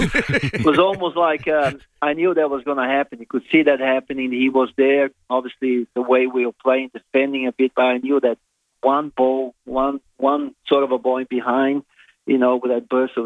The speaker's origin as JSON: {"language": "English", "country": "Brazil", "tie": "born or raised there", "moved": "as an adult", "lives_now": "South Australia, Australia", "said": "I consider myself South Australian, even though I am, you know, grew up in Brazil and came here in 1994"}